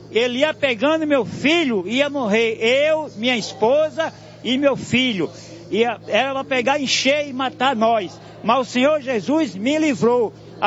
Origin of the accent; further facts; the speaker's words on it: Nazaré Paulista, São Paulo, Brazil; Eu venho do interior de Nazaré Paulista.